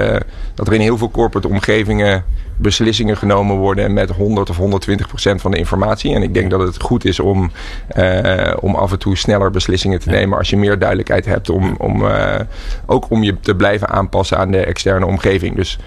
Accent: Netherlands; Wij zijn als Nederlanders direct, willen snel door, efficiëntie, et cetera.

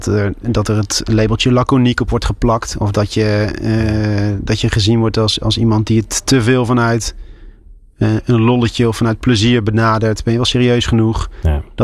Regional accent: Gelderland, Netherlands; moved away; ik ben in de Achterhoek opgegroeid. Het is voor mij nog steeds een linkje met de regio.

